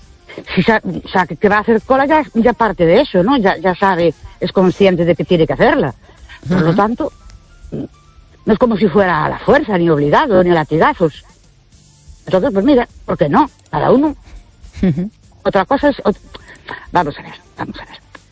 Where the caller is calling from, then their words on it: Ourense, Galicia, Spain; Buenas noches … de Ourense.